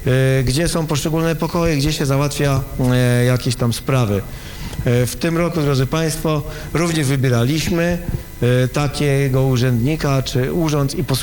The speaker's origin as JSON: {"language": "Polish", "town": "Warsaw", "region": "Masovian Voivodeship", "country": "Poland", "said": "my tutaj z Warszawy odczuwamy to jako warszawiacy"}